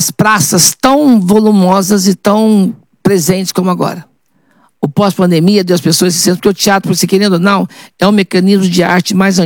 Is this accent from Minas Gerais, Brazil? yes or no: yes; Poços de Caldas, Minas Gerais, Brazil; also born or lived in Machado; Eu só nasci lá, mas fui criado em Poços de Caldas.